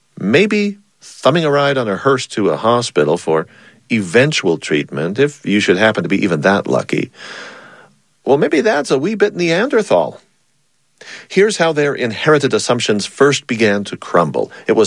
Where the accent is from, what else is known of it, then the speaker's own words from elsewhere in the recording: San Diego, California, United States; Well, I myself was just a 4-year-old Navy brat growing up in San Diego, California.